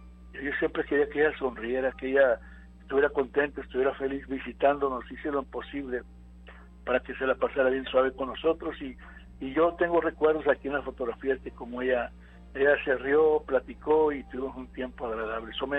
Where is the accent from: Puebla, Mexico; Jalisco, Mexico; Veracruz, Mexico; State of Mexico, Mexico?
Jalisco, Mexico; Guadalajara; also born or lived in Gómez Palacio, Durango; Yo nací en Gómez Palacio, Durango, ahí en Durango nací yo, y después de un tiempo mi papá nos llevó para vivir allá en Guadalajara, allá por el sector Libertad